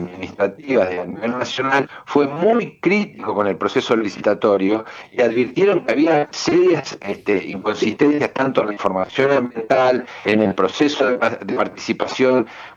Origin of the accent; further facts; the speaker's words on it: Argentina; no 50, que somos los argentinos, en un país enorme, lleno de bienes naturales.